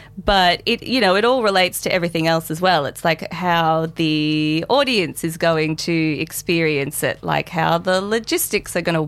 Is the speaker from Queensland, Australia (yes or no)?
no; Melbourne, Victoria, Australia; moved away as an adult; also born or lived in Adelaide, Australia; now in Byron Bay, Australia; I'm from Melbourne originally